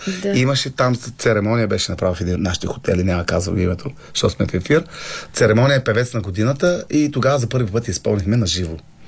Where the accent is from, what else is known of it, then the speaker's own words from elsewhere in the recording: Chirpan, Stara Zagora Province, Bulgaria; moved away as an adult; also born or lived in London / Los Angeles / Scandinavia; Особено родния ми град, който е Черпан